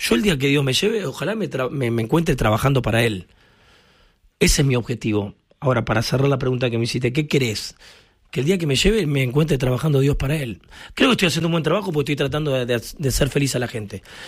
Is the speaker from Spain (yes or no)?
no; Argentina; Bueno, yo soy muy argentino.